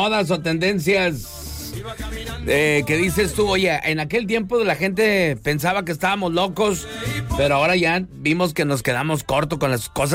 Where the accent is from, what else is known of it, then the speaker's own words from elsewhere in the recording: Monterrey, Nuevo León, Mexico; Soy el regio, no se lo olvide.